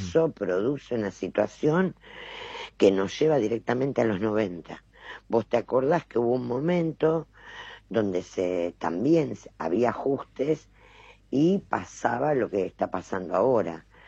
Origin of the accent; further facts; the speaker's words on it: Santa Fe, Argentina; Yo soy santafesina